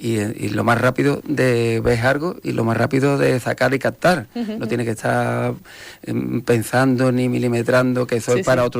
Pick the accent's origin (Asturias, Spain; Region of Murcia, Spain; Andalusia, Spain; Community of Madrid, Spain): Andalusia, Spain; Morón de la Frontera; Soy de Morón. me gusta y me encanta Morón, y entonces mi mirada hacia Morón sí. es especial en ese aspecto, ¿no?